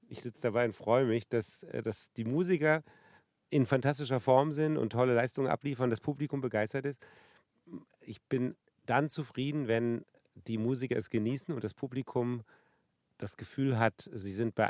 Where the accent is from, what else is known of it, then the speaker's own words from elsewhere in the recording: Berlin, Germany; Ein Album zu meiner Jugend in Ost-Berlin.